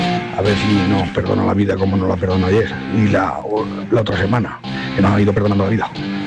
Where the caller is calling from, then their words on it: Madrigueras, Castilla-La Mancha, Spain; de Madrigueras